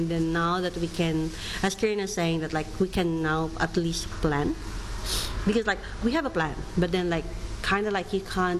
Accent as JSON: {"language": "English", "country": "Philippines", "lives_now": "Toowoomba, Australia", "said": "So I'm from the Philippines, Karen is from Thailand."}